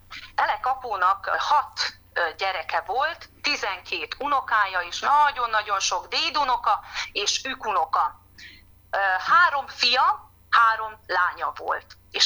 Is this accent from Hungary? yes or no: no; Kisbacon, Covasna, Romania; én Kisbaconban születtem, az ősi Benedek kúriában nőttem fel